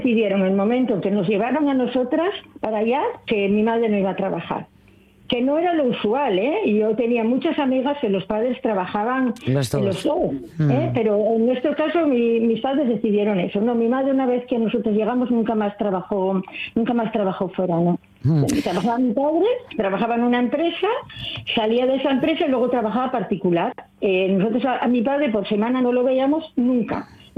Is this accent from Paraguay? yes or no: no; Pravia, Asturias, Spain; Nosotros, por ejemplo, yo soy de Pravia. Allí en Pravia, de Pravia, éramos solamente tres familias.